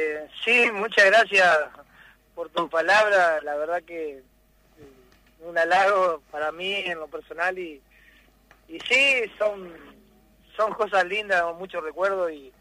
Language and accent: Spanish; Concepción del Uruguay, Entre Ríos, Argentina; yo soy del barrio La Concepción